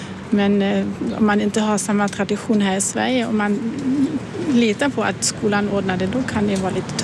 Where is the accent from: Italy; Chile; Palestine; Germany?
Germany; Swedish is a second language; moved away as an adult; now in Orsa, Sweden; vi är ju uppväxt så i Tyskland